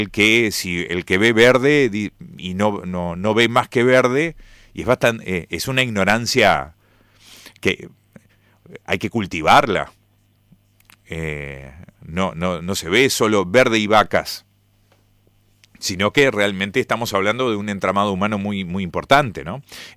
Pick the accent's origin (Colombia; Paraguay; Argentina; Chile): Argentina; Gualeguaychú, Entre Ríos; uno está nacido y criado acá en Gualeguaychú